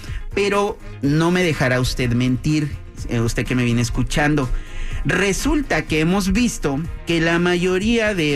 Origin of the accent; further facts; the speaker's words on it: Mexico; en diferentes momentos o épocas de nuestra historia como mexicanos